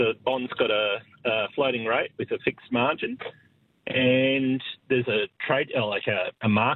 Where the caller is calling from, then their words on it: Carrabar, Australian Capital Territory, Australia; I'm actually from Carrabar.